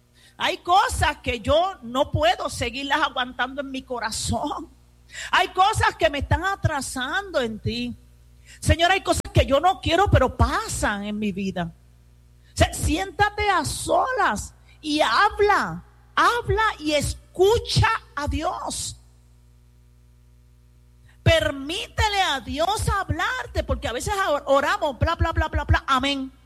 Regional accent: Puerto Rico

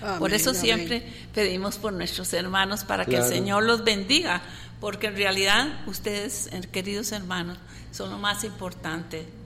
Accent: Alajuela, Costa Rica; yo soy de Alajuela

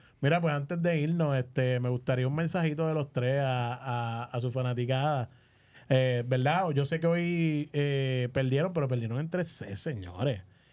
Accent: Bayamón, Puerto Rico; y yo soy de Bayamón.

